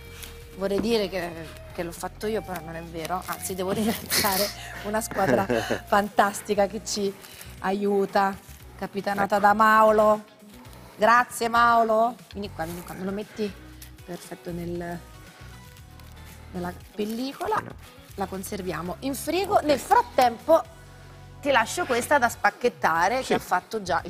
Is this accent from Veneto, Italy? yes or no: no; Naples, Campania, Italy; Ma io vengo da Napoli, mi devi tradurre.